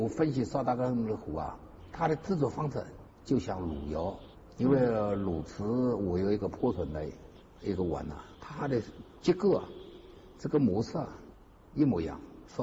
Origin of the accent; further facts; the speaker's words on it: Guangdong, China; 我在部队里，我们广东人呢，我在部队里有个是大概40-50个平方菜地